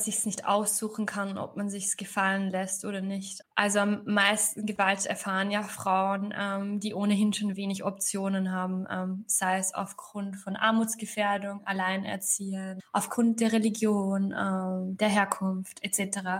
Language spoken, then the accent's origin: German; Austria; accent: Austrian dialect; now in Berlin, Germany; Ich war so lange jetzt in Österreich, dass ich es einfach echt vergessen habe, so wie stark mein Dialekt sein kann.